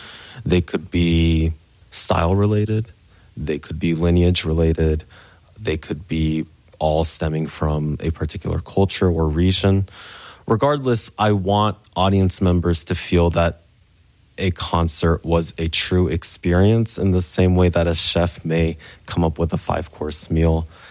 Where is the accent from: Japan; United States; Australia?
Japan; the neighborhoods that I grew up in Japan, and the friends that I had in Memphis